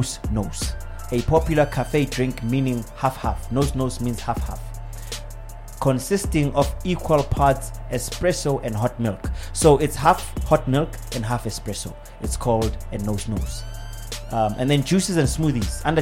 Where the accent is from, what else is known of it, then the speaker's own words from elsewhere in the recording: South Africa; I'm only South African